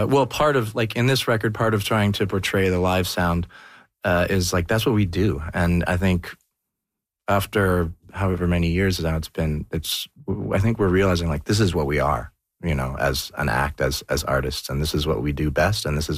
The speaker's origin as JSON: {"language": "English", "town": "Toronto", "region": "Ontario", "country": "Canada", "tie": "born or raised there", "said": "You know what? I grew up in Toronto downtown. I took the subway a lot."}